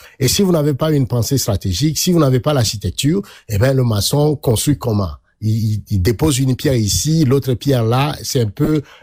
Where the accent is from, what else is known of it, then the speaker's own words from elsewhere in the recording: Togo; comment, en tant que Togolais, on va réfléchir sur nous-mêmes